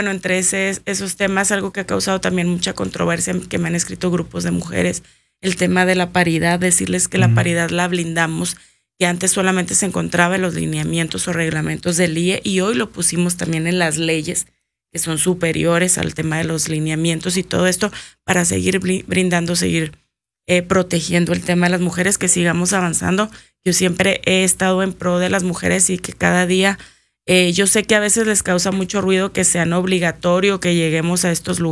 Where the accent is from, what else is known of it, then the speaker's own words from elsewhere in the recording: Chihuahua, Mexico; yo soy de Santo Niño